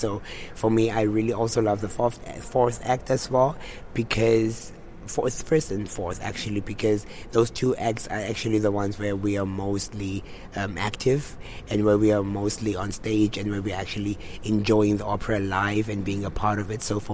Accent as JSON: {"language": "English", "country": "Namibia"}